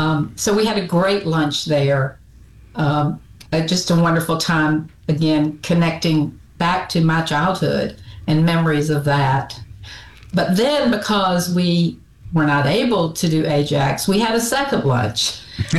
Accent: Jackson, Mississippi, United States; moved away as an adult; also born or lived in Hattiesburg / Memphis; now in Florida, United States; I grew up in Jackson, went to college in Hattiesburg, moved to Memphis for my 20s for the most part, where I met my husband

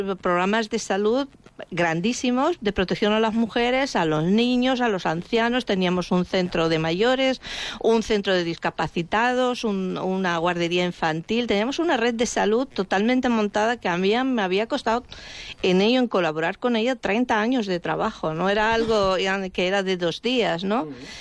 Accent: Spain; moved away; yo soy también española

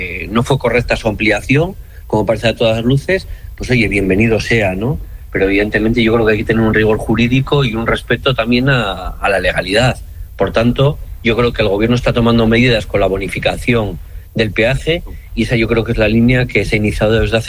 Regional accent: Castile and León, Spain; como consumidor y como leonés que utiliza también la autopista

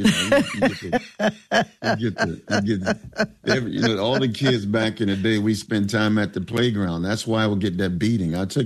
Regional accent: Philadelphia, Pennsylvania, United States; anytime you need anything for my hometown, Philadelphia, you can always count me in.

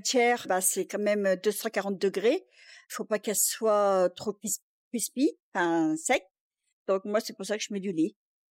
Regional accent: France; moved away; comme je suis française

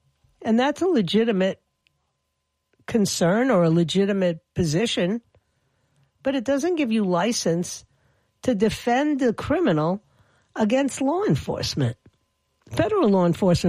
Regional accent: New York, United States; the largest city in America, my hometown

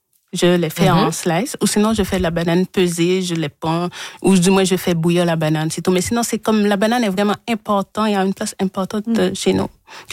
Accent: Haiti; Chez nous, en Haïti

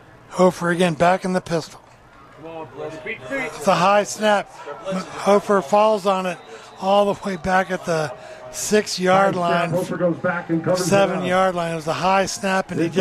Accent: Germany; accent: German; moved away; With my German accent.

